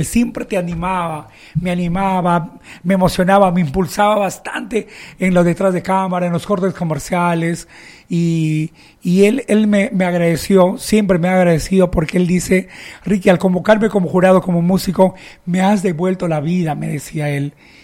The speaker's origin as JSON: {"language": "Spanish", "town": "Tarapoto", "region": "San Martín", "country": "Peru", "tie": "born there", "also_born_or_lived": "Lima", "moved": "yes", "said": "Me jaló mi tierra, me jaló mi familia y volví."}